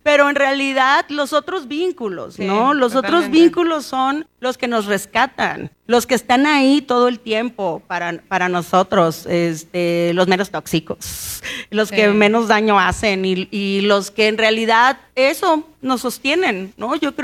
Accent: Mexicali, Baja California, Mexico; porque soy norteña transfronteriza, porque soy de Mexicali

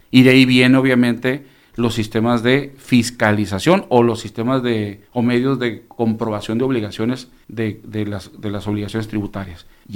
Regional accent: Mexico; de nosotros como mexicanos

